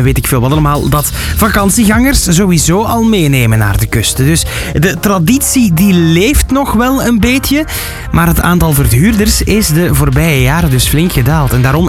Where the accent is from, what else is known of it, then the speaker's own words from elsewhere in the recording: Flanders, Belgium; Maar dus mijn kindertijd aan de Belgische kust.